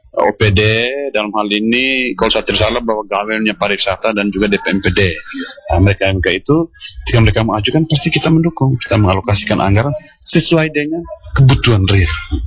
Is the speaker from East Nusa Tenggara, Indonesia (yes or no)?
yes; East Nusa Tenggara, Indonesia; kebiasaan ini kita orang Endelio pada khususnya, bahwa ritual itu merupakan acara yang sangat sangat sakral